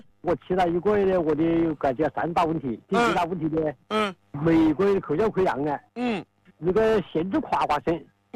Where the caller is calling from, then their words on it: Qianjiang, Hubei, China; 我是潜江。